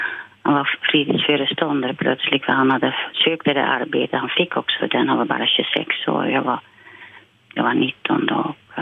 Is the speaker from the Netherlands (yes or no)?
yes; Silvolde, Gelderland, Netherlands; Dottinghem, nära Arnhem, nära tyska gränsen också, 30 kilometer ifrån. Jag är från Silvolde.